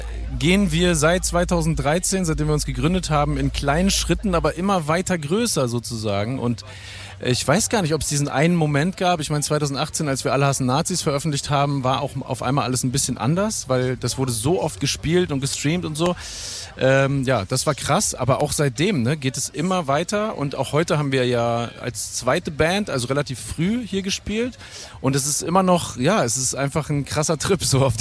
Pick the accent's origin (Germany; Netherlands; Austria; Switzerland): Germany; das Stemweder Open Air. Das ist nämlich da in der Nähe, wo ich groß geworden bin.